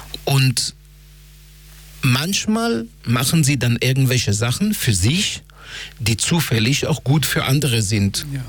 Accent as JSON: {"language": "German", "country": "Israel", "moved": "yes", "said": "ich komme aus Israel"}